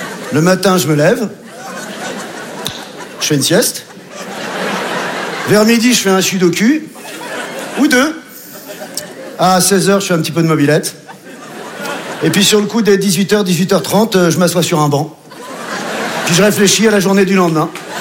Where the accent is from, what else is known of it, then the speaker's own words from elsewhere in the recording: Marrakech, Marrakesh-Safi, Morocco; Écoute, je faisais mon petit marché près de Bab el-Mansour. On m'a dit que t'étais chez nous à Marrakech.